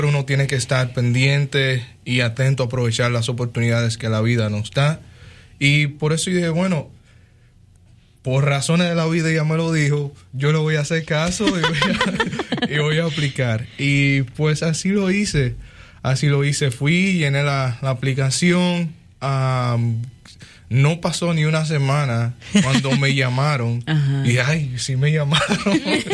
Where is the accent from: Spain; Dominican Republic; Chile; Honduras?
Dominican Republic; Yo soy dominicano.